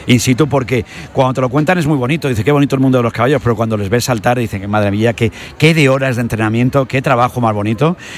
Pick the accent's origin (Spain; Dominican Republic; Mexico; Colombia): Spain; Mijas, Andalusia; desde mi pueblo, de Mijas.